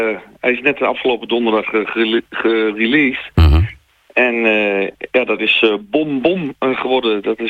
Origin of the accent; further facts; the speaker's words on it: Zwolle, Overijssel, Netherlands; born there; ik woon in Wei, ik ben geboren in Zwolle.